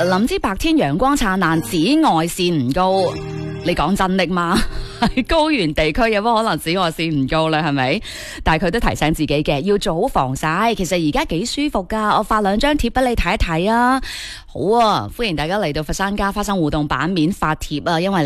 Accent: Guangdong, China

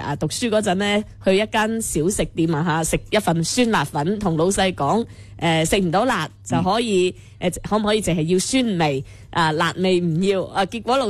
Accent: Guangdong, China; 我哋廣東人

